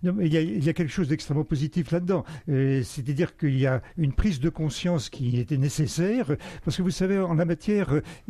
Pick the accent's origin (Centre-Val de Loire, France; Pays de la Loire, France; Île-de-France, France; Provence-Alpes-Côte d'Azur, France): Île-de-France, France; Paris; Oui, moi je suis parisien de naissance, je suis donc très, très ancré dans ce quartier de l'île de la Cité puisque je suis né à proximité chez mes parents et j'ai toujours vécu dans ce secteur.